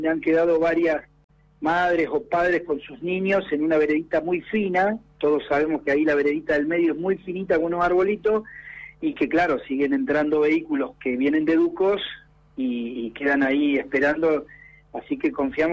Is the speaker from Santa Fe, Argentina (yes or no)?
no; Comodoro Rivadavia, Chubut, Argentina; lo que somos los vecinos de Comodoro Rivadavia